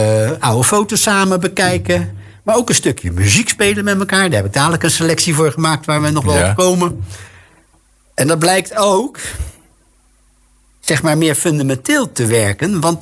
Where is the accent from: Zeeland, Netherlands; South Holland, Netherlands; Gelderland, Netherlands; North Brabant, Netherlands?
South Holland, Netherlands; Rotterdam; En dan maar even om dat andere heen te lullen, zou ik als Rotterdammer kunnen zeggen.